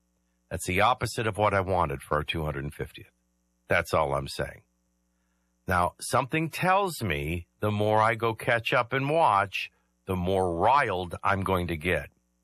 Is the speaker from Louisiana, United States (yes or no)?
yes; New Orleans, Louisiana, United States; And I'm from New Orleans.